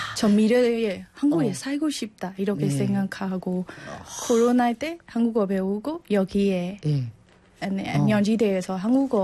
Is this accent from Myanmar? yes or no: yes; Myanmar; Korean is a second language; moved away as an adult; now in South Korea; 저도 네. 미얀마 사람이니까